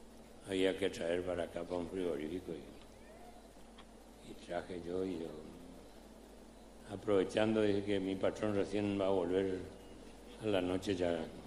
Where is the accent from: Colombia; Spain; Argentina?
Argentina; Chaco; nosotros antes fuimos territorio nacional del Chaco, antes de ser provincia.